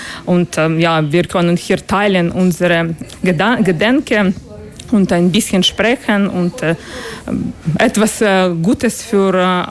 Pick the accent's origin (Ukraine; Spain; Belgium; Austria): Ukraine; German is a second language; moved away as an adult; now in Switzerland; Ja, ich komme aus der Ukraine, ja.